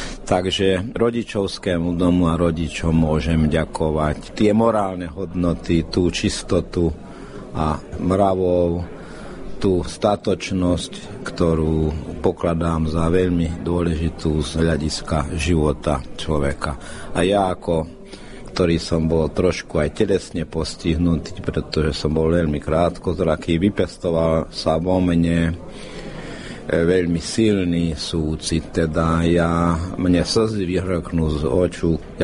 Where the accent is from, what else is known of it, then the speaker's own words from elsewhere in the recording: Hungary; A keď som povedal, že ja som Slovák z Maďarska, to tam mnohí veľmi ťažko chápali, že kto je to.